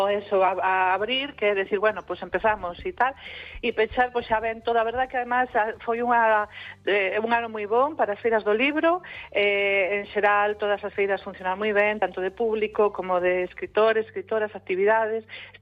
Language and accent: Galician; Galicia, Spain; porque, bueno, a veces estamos en Galicia, somos galegas, galegos, a chuvia tampouco nos espanta tanto